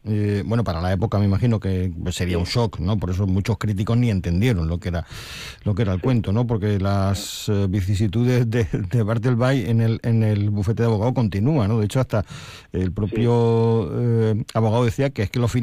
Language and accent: Spanish; San Roque, Andalusia, Spain; yo soy de San Roque